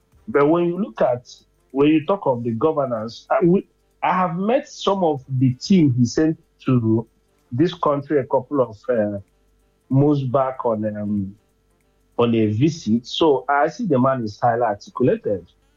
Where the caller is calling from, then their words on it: Enugu State, Nigeria; where am I from? Enugu State.